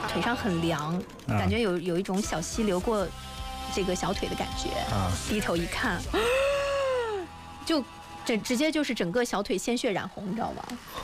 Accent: Korla, Xinjiang, China; moved away; 我小的时候在库尔勒，我跟大家讲过我在南疆长大的嘛

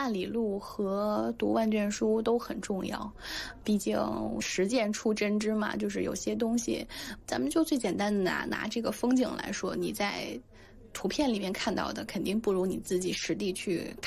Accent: China; moved away as an adult; now in Bulgaria; 我是中国人

